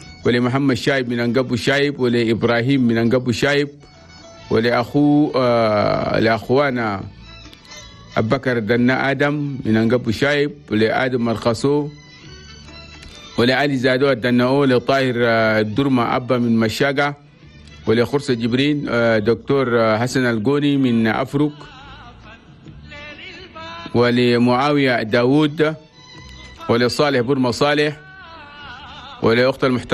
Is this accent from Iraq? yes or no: no; Chad; وفي بلدنا تشاد نقول لكم صباح سعيد من الإزالة الوطنية التشادية